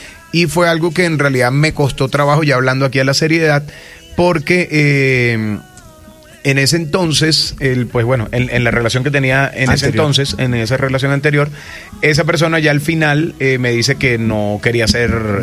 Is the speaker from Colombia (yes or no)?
yes; Barranquilla, Atlántico, Colombia; soy barranquillero